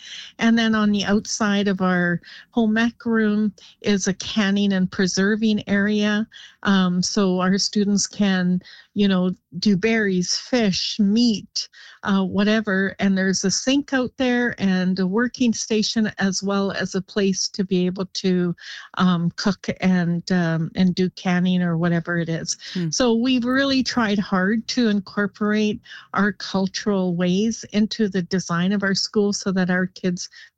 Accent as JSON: {"language": "English", "town": "Gitwangak", "region": "British Columbia", "country": "Canada", "said": "I'm from the north. I'm from Gitwanga."}